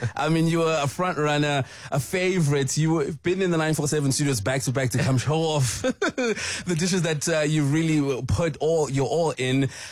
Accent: Durban, KwaZulu-Natal, South Africa; As someone who comes from my hometown as well, Durban

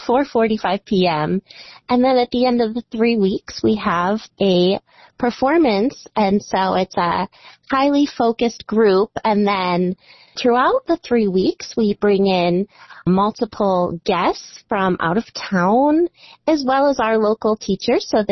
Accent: Illinois, United States; Well, I grew up in the Chicago suburbs, and I started my serious dance training at Judith Swallender School of Ballet.

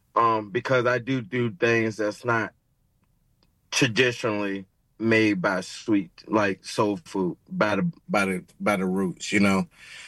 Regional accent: the South, United States; I'm from the South. I'm Southern as hell.

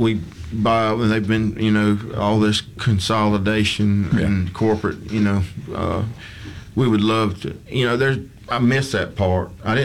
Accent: Star, Mississippi, United States; I come from Star, Mississippi.

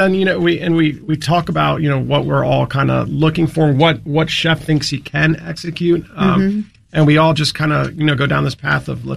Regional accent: Maryland, United States; Don't forget, Leia, we were born and raised in Montgomery County.

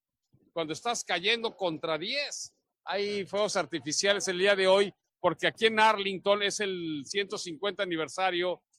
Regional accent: Mexico; Yo soy mexicano, pero yo digo la verdad.

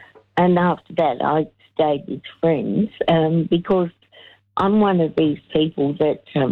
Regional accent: Adelaide, South Australia, Australia; I'm from Adelaide.

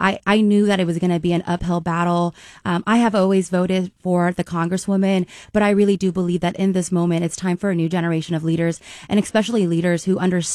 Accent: Sacramento, California, United States; I was born and raised in South Sacramento. I am the proud daughter of Hmong refugees.

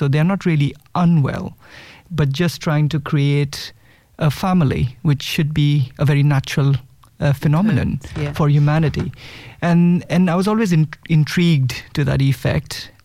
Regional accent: India; moved away as an adult; also born or lived in Scotland / Wales; So I am from Indian origin, have studied there as undergraduate, always wanted to do obstetrics and gynecology, did my training over there, and then immigrated to the UK. So I've lived in Scotland and Wales and lived there almost for 14 years.

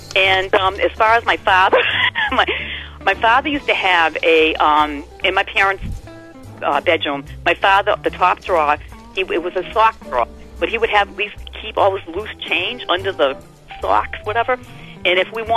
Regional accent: Webster, Massachusetts, United States; now in Thompson, United States; from Thompson. I'm originally from Webster, Mass.

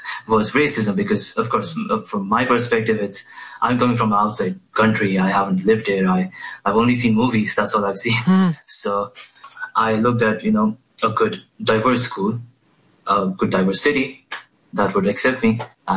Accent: Bhopal, Madhya Pradesh, India; English is a second language; moved away as an adult; now in United States; I grew up in Bhopal, in India, so that's where I'm originally from. And I finished my high school, and for my bachelor's, I came to the U.S. when I was 17, and this was back in 2022.

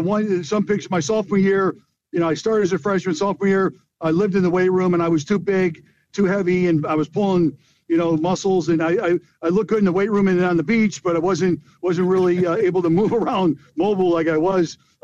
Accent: Des Plaines, Illinois, United States; moved away as an adult; I grew up in Des Plaines, Illinois. Went to Forest View High School

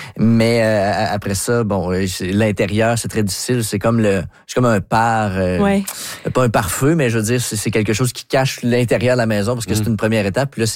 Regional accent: Quebec, Canada; Moi, je suis né dans le bas du Cap, sur la rue Saint-Irénée. Et puis, c'est une maison qui appartenait, je pense, aux grands-parents de ma mère.

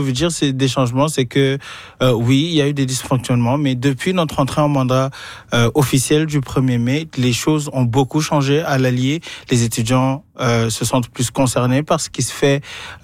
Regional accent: Paris, Île-de-France, France; Il faut savoir comment je viens de Paris. Fait comme à ce moment, j'étais à Paris en train de profiter du ciel gris de Paris.

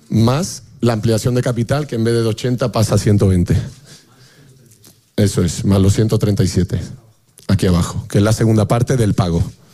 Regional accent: Seville, Andalusia, Spain; afortunadamente somos de Sevilla

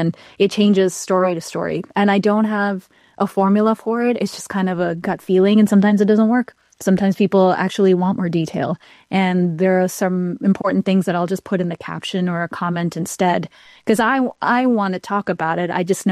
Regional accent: Ohio, United States; I grew up in Ohio, went to Ohio State.

